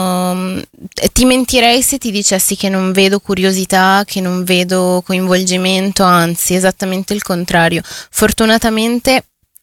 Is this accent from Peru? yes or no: yes; Peru; now in Italy; sono una ragazza peruviana con una famiglia colombiana che quindi ha vissuto tante influenze